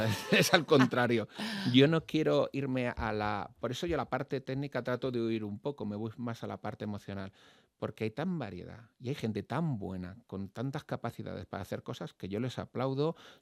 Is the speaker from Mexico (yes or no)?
no; Castilla-La Mancha, Spain; La Tempranillo, yo que soy de La Mancha, pues me recuerda a mi tierra, ¿no? Tengo raíces